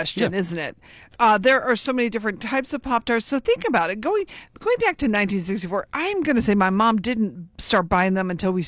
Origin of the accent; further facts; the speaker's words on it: Summit County, Ohio, United States; born there; also born or lived in Athens; I was born in Summit County.